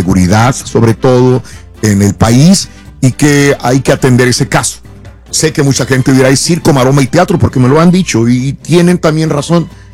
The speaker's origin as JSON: {"language": "Spanish", "country": "Mexico", "said": "porque somos mexicanos y apoyamos también a nuestra selección mexicana"}